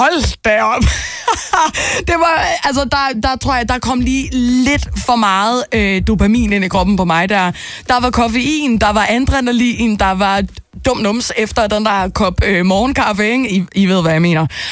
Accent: Jutland, Denmark; jeg er jyde, og jeg er nærig.

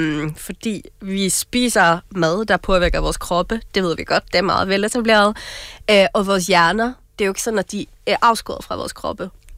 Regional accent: Norway; Danish is a second language; moved away as an adult; now in Denmark; jeg kommer oprindeligt fra Norge. Jeg har boet her i en 15 års tid

